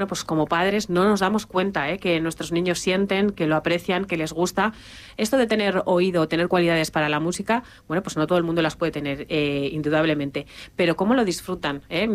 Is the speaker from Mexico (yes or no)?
no; Arenas de San Pedro, Castile and León, Spain; Arenas de San Pedro, por ese palacio, ¿no?, maravilloso de mi pueblo